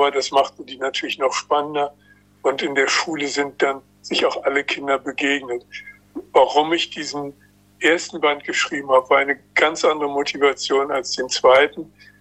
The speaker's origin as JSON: {"language": "German", "region": "Berlin", "country": "Germany", "tie": "born or raised there", "said": "Ich bin ja in West-Berlin geboren, nicht weit von der Mauer, in sogenannten sozialen Wohnungsbau, einer Neubausiedlung, gegenüber einer Flüchtlingssiedlung"}